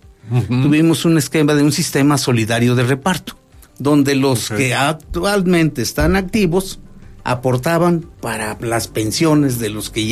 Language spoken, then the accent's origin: Spanish; Morelos, Mexico; En los ríos en los ríos de mi pueblo. Ajá. Hay un río muy grande que es un afluente, el río Amacuzac.